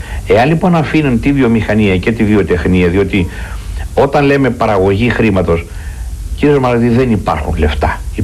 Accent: Greece

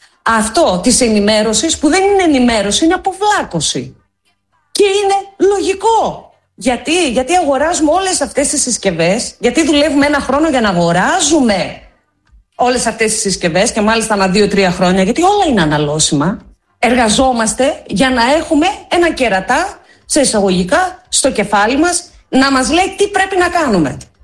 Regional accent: Greece; ως Έλληνες, ως Έλληνες Ορθόδοξος λαός

